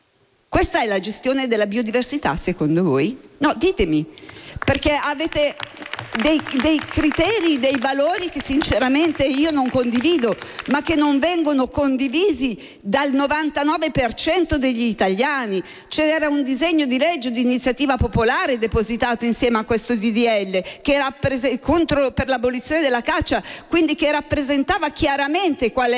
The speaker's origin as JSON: {"language": "Italian", "region": "Lombardy", "country": "Italy", "said": "Io sono lombarda, sappiamo che i valichi montani sono principalmente in Lombardia."}